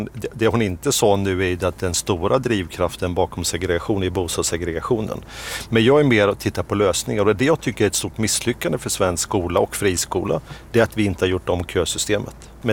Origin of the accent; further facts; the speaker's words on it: Småland, Sweden; jag är ju uppvuxen i Småland, alltså innan friskolor fanns.